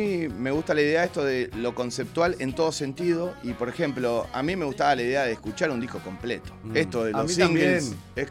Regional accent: Mercedes, Buenos Aires Province, Argentina; Yo soy de Mercedes.

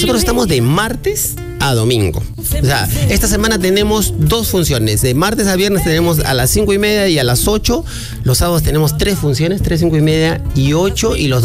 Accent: Lima, Peru; born there

